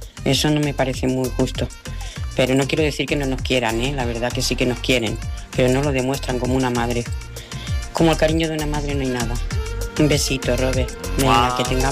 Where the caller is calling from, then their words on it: Mataró, Catalonia, Spain; de Mataró.